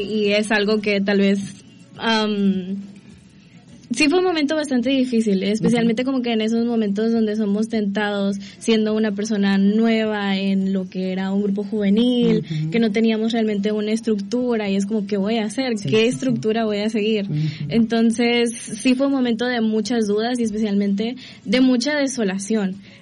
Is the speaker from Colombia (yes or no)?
no; San Miguel, El Salvador; Soy de San Miguel, El Salvador.